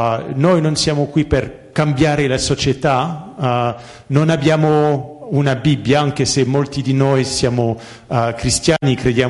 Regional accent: France; Ma questo io come francese, voi come italiani

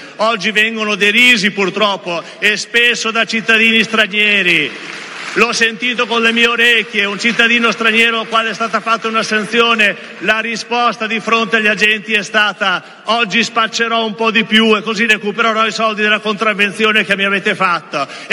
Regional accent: Modena, Emilia-Romagna, Italy; also born or lived in Ferrara

